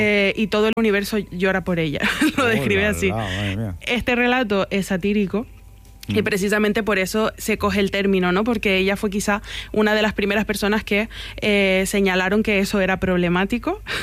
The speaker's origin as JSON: {"language": "Spanish", "town": "Granadilla de Abona", "region": "Canary Islands", "country": "Spain", "tie": "born or raised there", "said": "me lo llevo yo a Granadilla de Abona, a mi pueblo"}